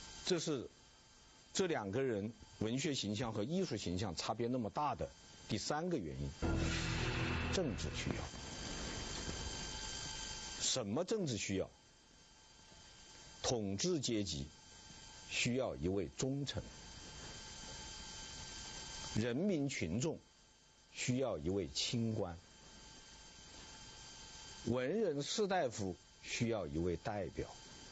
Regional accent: China; 我们中国人呐、或者说我们传统社会的中国人，有三个梦。

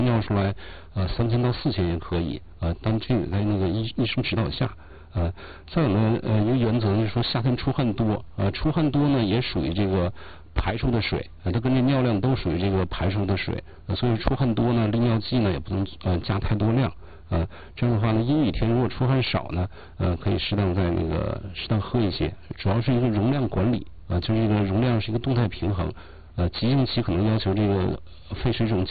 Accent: Northeast China, China; 咱们东北人爱吃凉菜啊

